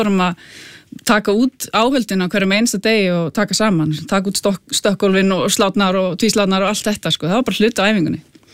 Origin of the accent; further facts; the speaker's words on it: Hafnarfjordur, Capital Region, Iceland; Já, ég kem úr Hafnarfirði. Ég ólst upp í Klausturhvammi og hérna...